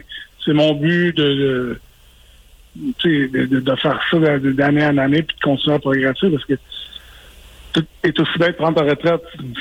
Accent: Quebec, Canada; étant donné que je suis Québécois

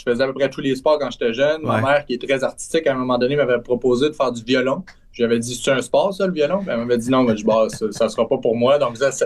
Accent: Trois-Rivières, Quebec, Canada; je viens de Trois-Rivières, ma famille est toujours à Trois-Rivières

